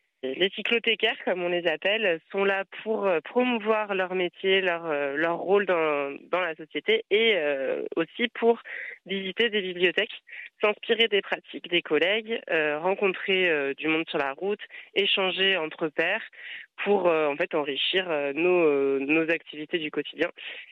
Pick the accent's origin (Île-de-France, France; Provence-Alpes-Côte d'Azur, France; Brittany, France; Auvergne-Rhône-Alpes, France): Brittany, France; Et il se trouve que moi-même, je suis bretonne, je l'exerce dans les Côtes d'Armor, à Fréhel.